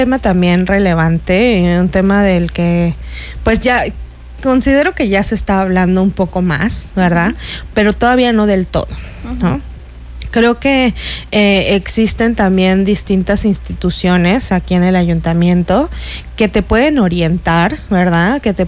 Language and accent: Spanish; Mexico; como los mexicanos somos como tan apapachadores, tan, tan cálidos